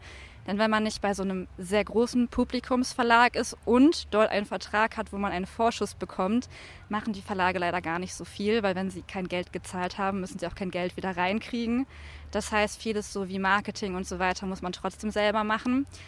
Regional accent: Essen, North Rhine-Westphalia, Germany; born there; now in Freiburg im Breisgau, Germany; Ich wurde tatsächlich nicht in Freiburg geboren, sondern in Essen. Und passend zu Essen, das man ja so als Ruhrgebiet, Industriestadt, Arbeiterstadt kennt, komme ich auch aus einer Arbeiterfamilie.

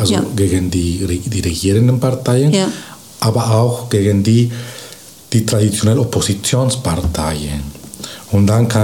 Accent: Bolivia; German is a second language; moved away as an adult; Aber früher habe ich auch in Bolivien, wo ich herkomme, habe ich in Bolivien Politikwissenschaft auch in meinem Bachelor studiert und dort lang, also 6 Jahre im öffentlichen Dienst gearbeitet.

